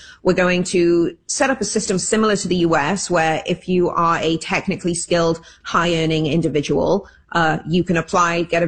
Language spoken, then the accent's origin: English; Wales, United Kingdom; When I was growing up, you know, I'm Welsh, and there's a little bit of, you know, this between Wales and England